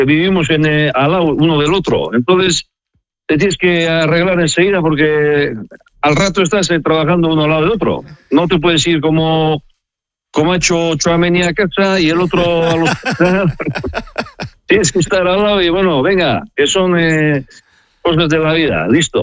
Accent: San Vicente de la Sonsierra, La Rioja, Spain; born there; Yo nací en San Vicente de la Sonsierra, La Rioja. Mi madre es riojana.

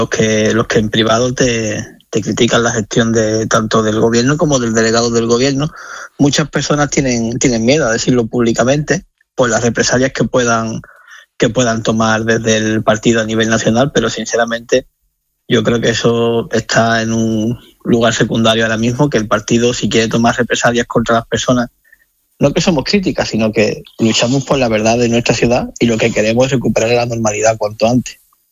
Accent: Ceuta, Spain; yo ante todo soy ceutí y soy caballa. Entonces tengo que defender mi ciudad.

